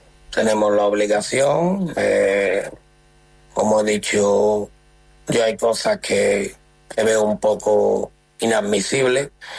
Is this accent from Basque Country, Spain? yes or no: no; Gerena, Andalusia, Spain; soy de Gerena. Me considero muy de Gerena y de sevillano.